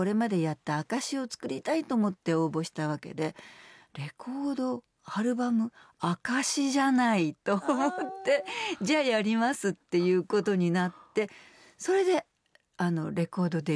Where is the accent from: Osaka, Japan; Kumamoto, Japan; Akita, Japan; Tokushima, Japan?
Osaka, Japan; また大阪に帰ってきて